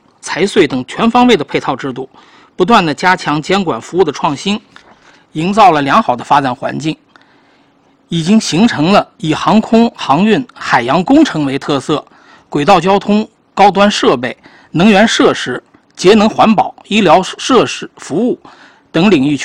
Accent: Tianjin, China; 作为咱们天津人呢

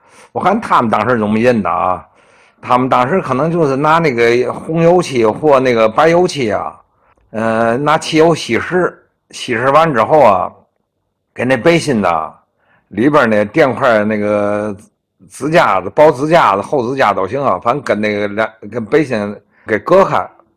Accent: Tianjin, China; 说说我们大直沽这个社区足球队。

